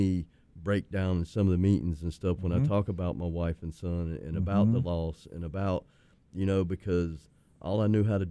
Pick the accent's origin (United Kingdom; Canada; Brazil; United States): United States; North Carolina; also born or lived in Los Angeles, United States; now in Arizona, United States; I'm from the Far East. I'm from the Appalachian Mountains of North Carolina